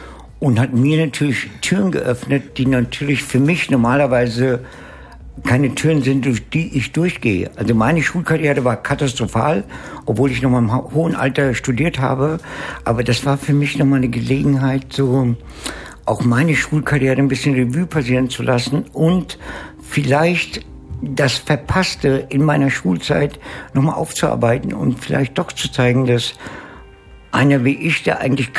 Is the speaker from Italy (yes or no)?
yes; Italy; Ich mag Kinder, ich bin Italiener, ich komme aus einer großen Familie.